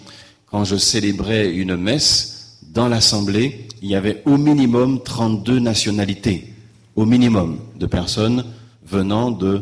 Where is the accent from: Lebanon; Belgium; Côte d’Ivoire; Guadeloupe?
Guadeloupe; moved away as an adult; now in Seine-Saint-Denis, France; Je suis originaire de la Guadeloupe. J'ai été ordonné le 27 juin 2004 pour le diocèse de Saint-Denis. Donc je quitte la Guadeloupe en 1995. Je suis le dernier de 8 enfants